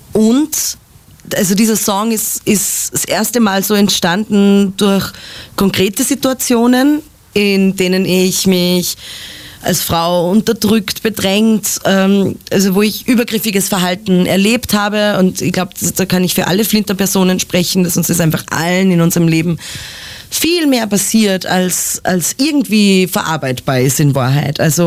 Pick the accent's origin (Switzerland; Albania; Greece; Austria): Austria; Ebensee, Upper Austria; born or raised there; now in Vienna, Austria